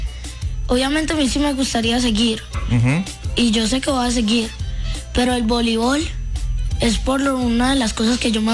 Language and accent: Spanish; Roldanillo, Valle del Cauca, Colombia; now in Cali, Colombia; Somos de Roldanillo Valle.